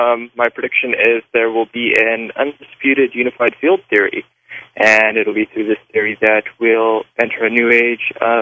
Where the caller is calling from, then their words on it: California, United States; I'm calling from California.